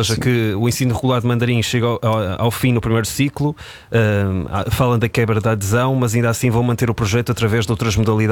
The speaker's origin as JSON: {"language": "Portuguese", "town": "São João da Madeira", "region": "Aveiro", "country": "Portugal", "said": "eu sou de São João da Madeira e no norte do país, fica muito perto do Porto, a 20 minutos, pertence ao distrito de Aveiro"}